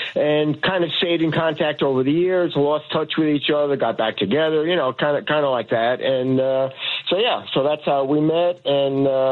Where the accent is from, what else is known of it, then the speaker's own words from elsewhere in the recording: Brooklyn, New York, United States; I was born in Brooklyn. I came up, a Knicks fan, stayed a Knicks fan.